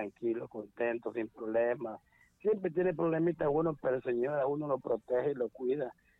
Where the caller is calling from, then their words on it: Danlí, El Paraíso, Honduras; De Danlí, el Paraíso.